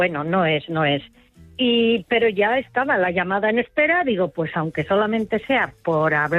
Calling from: Burgos, Castile and León, Spain; Soy de Burgos

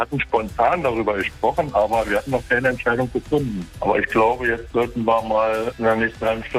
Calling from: Treuenbrietzen, Brandenburg, Germany; Ich rufe aus Treuenbrietzen an.

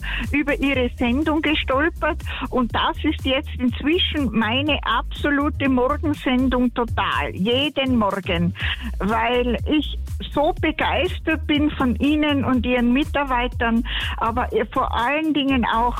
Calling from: Tyrol, Austria; Ich wohne in der Nähe des Achersees

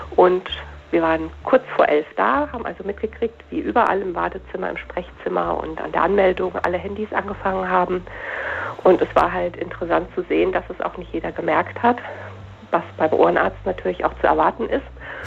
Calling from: Bensheim, Hesse, Germany; Ich komme aus Bensheim

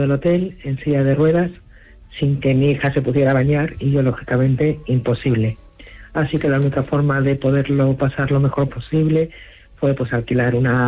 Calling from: Valencia, Valencian Community, Spain; de Valencia.

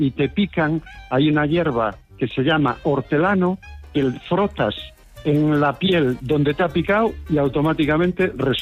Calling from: Covelo, Galicia, Spain; No estoy en Ponferrada, ni soy de Ponferrada. Soy de Covelo, del municipio de Covelo, con V, provincia de Pontevedra, comunidad autónoma de Galicia

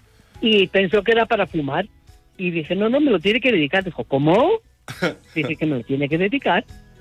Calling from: Benavente, Castile and León, Spain; Y yo también soy de allí, aunque vivo en Zamora.

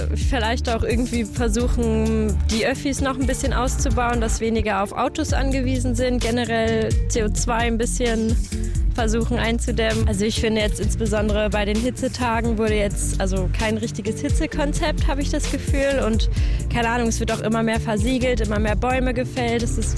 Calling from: Berlin, Germany; ich komme hier aus Biesdorf

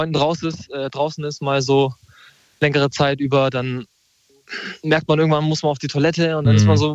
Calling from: Neu-Ulm, Bavaria, Germany; Ich rufe aus Neu-Ulm an.

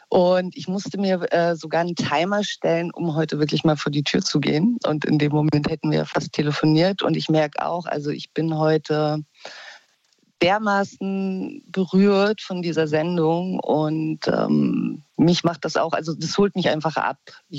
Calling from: Berlin, Germany; Ich rufe aus Kreuzberg an.

